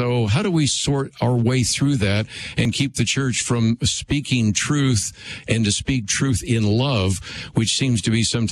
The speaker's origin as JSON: {"language": "English", "area": "San Francisco Bay Area", "region": "California", "country": "United States", "tie": "born or raised there", "said": "which I grew up hearing about in the San Francisco Bay Area for some time"}